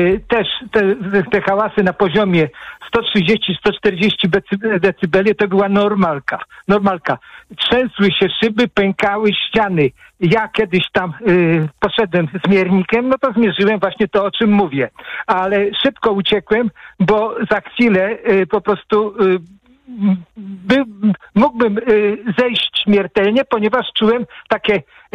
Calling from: Płock, Masovian Voivodeship, Poland; Ja jestem z Płocka

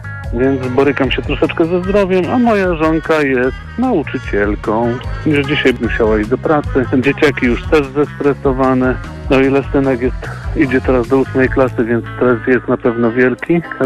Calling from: Tomaszów Mazowiecki, Łódź Voivodeship, Poland; jesteśmy z Tomaszowa Mazowieckiego

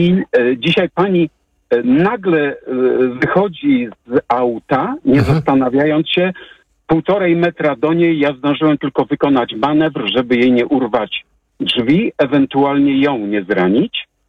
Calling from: Poznań, Greater Poland Voivodeship, Poland; jestem z Poznania

